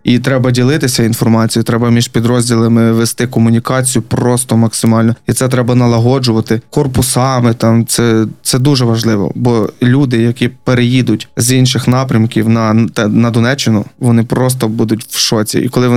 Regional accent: Volyn Oblast, Ukraine; Для мене дуже, воно мені дуже схоже на мою рідну область Волинську.

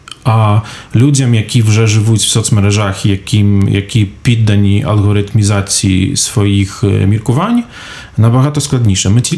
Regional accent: Poland; Ukrainian is a second language; Знаєте, тут питання, наскільки мені можна виступати як звичайний поляк

